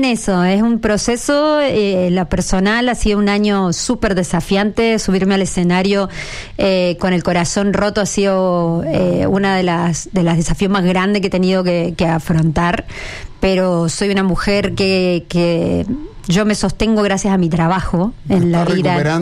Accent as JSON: {"language": "Spanish", "country": "Argentina", "lives_now": "Chile", "said": "Y yo estoy acá y me dicen, no se te va el acento. Digo, yo no sé ahora cómo hablo. Y soy chilena, yo soy argentina."}